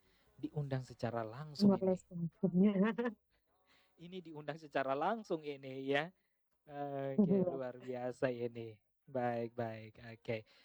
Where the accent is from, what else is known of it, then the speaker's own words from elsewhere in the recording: East Nusa Tenggara, Indonesia; ruang tumbuhnya identitas dan kebanggaan Ketong sebagai orang Timor yang ada di Nusa Tenggara Timur dan tentu saja sebagai bagian dari Indonesia yang kaya budaya ya